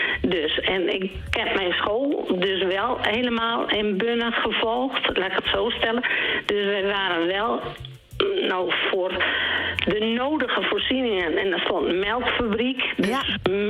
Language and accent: Dutch; Drenthe, Netherlands; born there; now in Annen, Netherlands; Ik ben geboren in Winden.